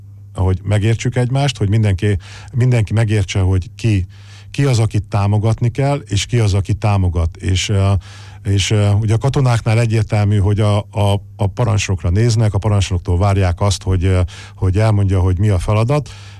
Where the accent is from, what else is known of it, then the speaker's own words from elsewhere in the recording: Szentes, Csongrád-Csanád, Hungary; born there; moved away as an adult; now in Budapest, Hungary; Szentesen született mindenki a családomból is, de Szentesen addig laktunk, amíg Pesten dolgoztam